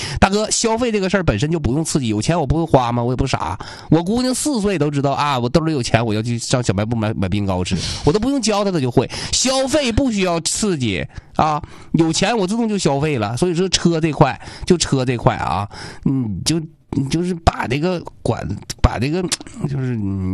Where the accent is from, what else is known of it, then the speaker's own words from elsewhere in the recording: Liaoyuan, Jilin, China; now in Changchun, China; 甚至当年我们辽源，我家老家平康矿的